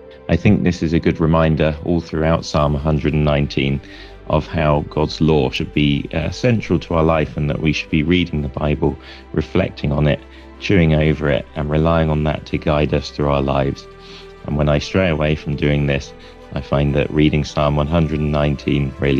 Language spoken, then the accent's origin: English; Horndean, South East England, United Kingdom; I'm from Horndean in Hampshire in southern England.